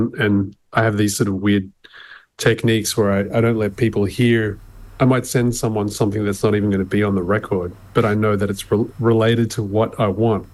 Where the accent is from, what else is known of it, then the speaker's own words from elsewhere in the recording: Sydney, New South Wales, Australia; when I was growing up in Sydney